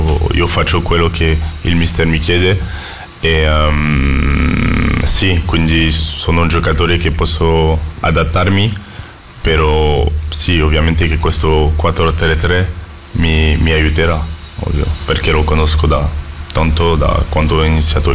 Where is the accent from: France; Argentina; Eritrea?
France; now in Florence, Italy; anche perché sono francese